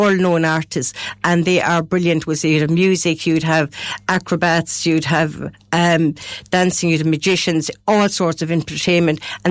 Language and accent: English; Ireland; being an Irish person on a ship that's mainly Americans